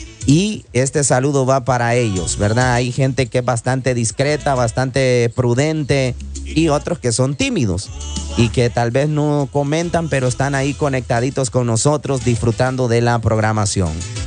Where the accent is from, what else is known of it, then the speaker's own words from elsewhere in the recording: Honduras; Nosotros somos de Honduras, hermano.